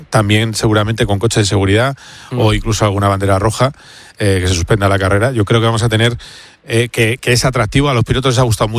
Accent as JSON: {"language": "Spanish", "town": "Madrid", "region": "Community of Madrid", "country": "Spain"}